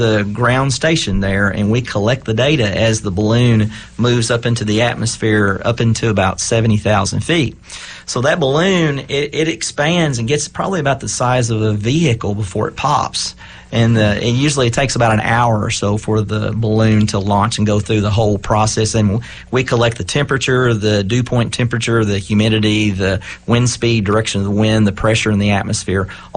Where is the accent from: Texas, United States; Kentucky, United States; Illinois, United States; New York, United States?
Kentucky, United States; Henderson County; So I grew up in Henderson County and really was interested in weather.